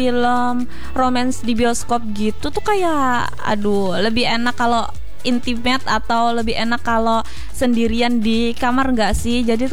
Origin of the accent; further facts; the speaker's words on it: Pulang Pisau, Central Kalimantan, Indonesia; moved away as an adult; now in Palangka Raya, Indonesia; Maksudnya pertama kali menetap di Palangkaraya itu. Karena aku asalnya dari Pulang Pisau ya